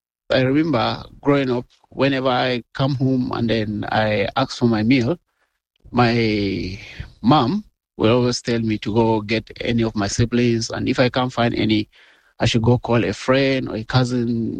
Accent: Kakara, Taraba, Nigeria; I'm from Kakara, Taraba State, Nigeria.

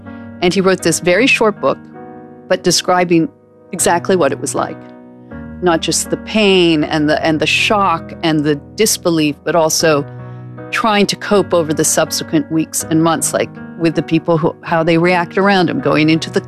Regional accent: Canada; I grew up Episcopal in Canada, I wasn't not religious, but I just took it as it was given to me.

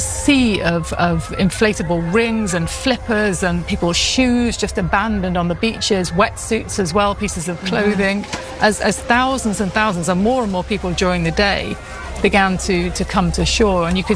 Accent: Morocco; Yes, I'm from Morocco.

